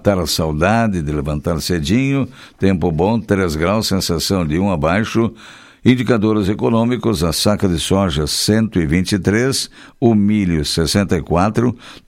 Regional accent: Rio Grande do Sul, Brazil; A gente é aqui do Rio Grande acostumado com isso aí. Nós fomos bem temperados.

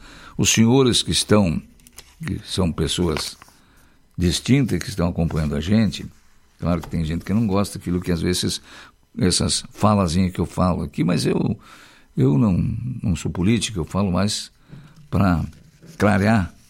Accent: Brazil; A gente fica, como brasileiro, envergonhado disso aí.

